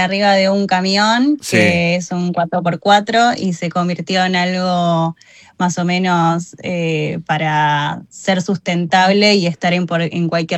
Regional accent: Pilar, Buenos Aires Province, Argentina; moved away as an adult; now in Ingeniero Maschwitz, Argentina; yo soy de Pilar de toda la vida y sí, él es de Ingeniero Mashuit y ahora vivimos ahí.

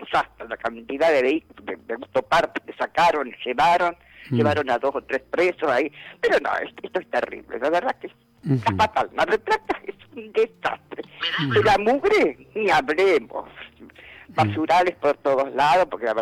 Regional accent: Mar del Plata, Buenos Aires Province, Argentina; Yo nací en Mar del Plata en el año 45, cuando era un pueblo.

